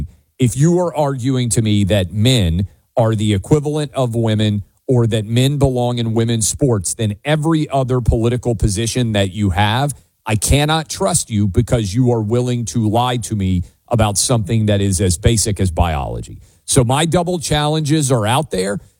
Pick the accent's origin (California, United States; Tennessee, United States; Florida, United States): Tennessee, United States; Nashville; I will bring them to my hometown where I do this show from, Nashville, Tennessee.